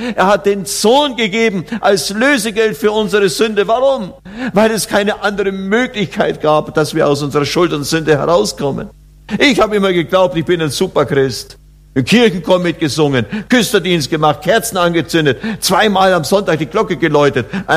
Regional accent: Oberammergau, Bavaria, Germany; Ich weiß, ich bin auf dem Dorf aufgewachsen in Oberammergau.

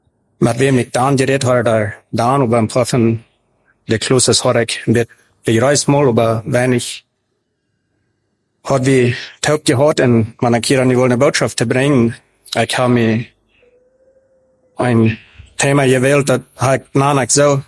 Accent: Paraguay; German is a second language; also born or lived in Mexico; Ich bin in Mexiko geboren und in diesem 1973. Meine Eltern traten in Paraguay, als ich ein Jahr war. Mit etwa ein Jahr. Du sind ich dann die meiste Zeit abgewachsen.

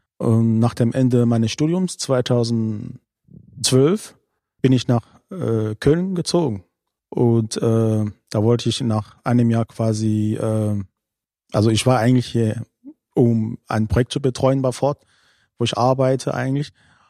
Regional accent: Cameroon; German is a second language; moved away as an adult; now in Cologne, Germany; gebürtiger Kameruner und bin 40 Jahre alt. Ich lebe in Deutschland seit 20 Jahren. Ich kam hierher, da war ich irgendwie Ende 19 Jahre alt, so ungefähr.

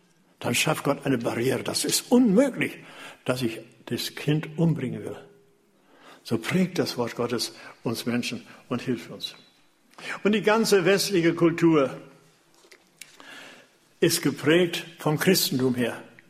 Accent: Falkenberg, Germany; Und ich bin heute noch dankbar, dass wir bei uns in der DDR in unserem Falkenberg wohnten.

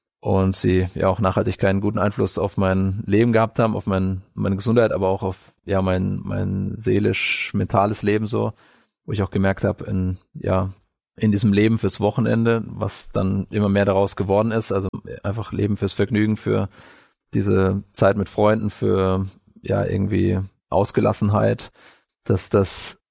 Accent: Bavaria, Germany; Ja, also ich bin in einem nicht-christlichen Elternhaus groß geworden. Ich komme ursprünglich aus Bayern, aus Nordbayern, aus dem schönen Frankenland.

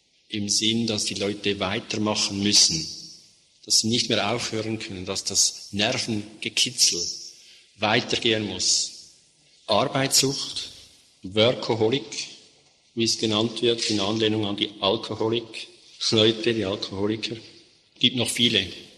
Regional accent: Switzerland; Bei uns in der Schweiz gibt es eine ganze Palette, hier wahrscheinlich auch, 10, 15 Markenpräparate.

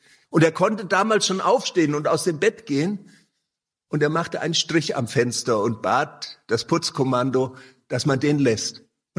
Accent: Hesse, Germany; Vor einigen Monaten starb ein Freund aus Kinderzeiten in meinem Heimatort in Osthessen.

